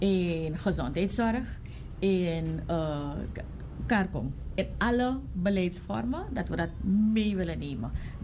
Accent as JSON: {"language": "Dutch", "country": "Suriname", "said": "ja, ik ben Surinamer, dus ik kan Sranang Tongo praten."}